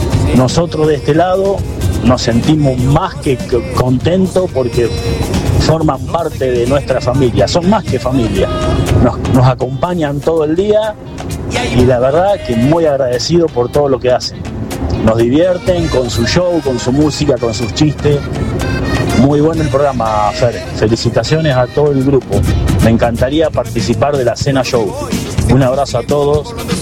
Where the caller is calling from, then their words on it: Carlos Casares, Buenos Aires Province, Argentina; de Carlos Casares, camionero, acá ando por la ruta de Córdoba